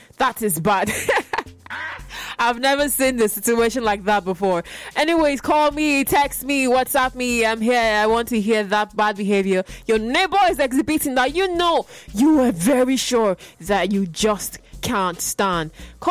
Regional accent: Nigeria; as a Nigerian

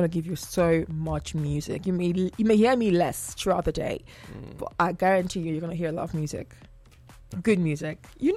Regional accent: Nigeria

